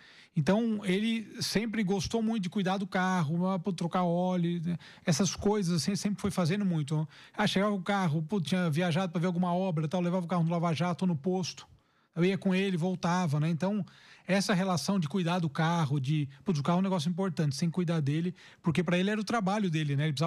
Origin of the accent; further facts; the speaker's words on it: Araraquara, São Paulo, Brazil; moved away as an adult; also born or lived in Rio Claro; now in São Paulo, Brazil; É, não sou do interior. Eu nasci em Rio Claro, mas minha família toda é de Araraquara, né? Araraquara, perto de Ribeirão Preto, né? Aquela região lá da cana-de-açúcar, laranja e...